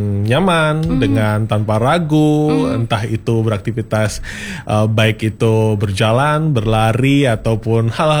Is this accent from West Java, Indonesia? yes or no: no; Pangkep, South Sulawesi, Indonesia; Iya, Bugis bukan Makassarnya, lebih ke area Bugisnya itu di Pangkep.